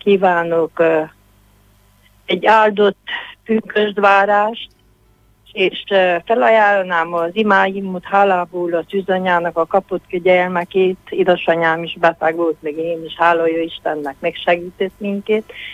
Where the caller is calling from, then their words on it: Gyergyóalfalu, Harghita, Romania; Jegyőként Falráról vagyok